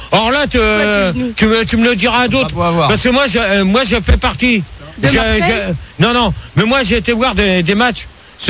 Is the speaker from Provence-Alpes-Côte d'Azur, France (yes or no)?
yes; Marseille, Provence-Alpes-Côte d'Azur, France; Parce que moi, je suis Marseillais. Je supporte Marseille.